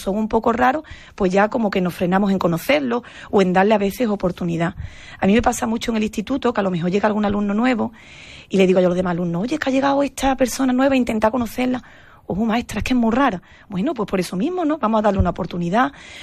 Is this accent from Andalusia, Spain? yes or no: yes; El Saucejo, Andalusia, Spain; De hecho, en el Saucejo, en mi pueblo, en la revista de la feria, que hace una revista